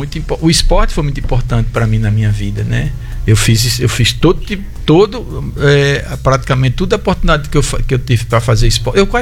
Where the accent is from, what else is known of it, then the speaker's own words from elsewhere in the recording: Goiânia, Goiás, Brazil; also born or lived in Natal / Piauí / São Paulo / Petrolina; now in Mossoró, Brazil; Eu nasci em Natal, fui pra Pix, no Piauí, depois fui pra São Paulo, Goiânia, aí onde eu passei uma grande parte da minha infância e adolescência.